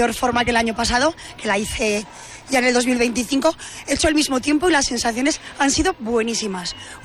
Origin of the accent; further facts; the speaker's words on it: Albalate del Arzobispo, Aragon, Spain; De Albalate del Arzobispo, un pueblecito de Teruel.